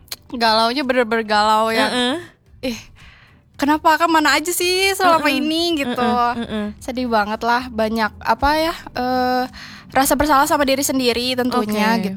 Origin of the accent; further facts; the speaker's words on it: Batujajar, West Java, Indonesia; Iya, aku kebetulan dari KBB.